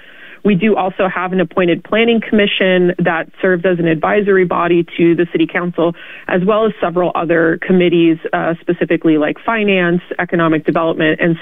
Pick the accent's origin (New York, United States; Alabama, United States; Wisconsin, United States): Wisconsin, United States; moved away as an adult; now in Dunsmuir, United States; I actually moved to the region in 2016 from the Midwest. I'm originally from Wisconsin, and I had moved out.